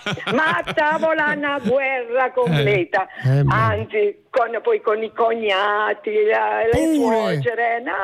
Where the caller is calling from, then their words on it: San Severo, Apulia, Italy; La terza domenica di maggio è la festa patronale del mio paese.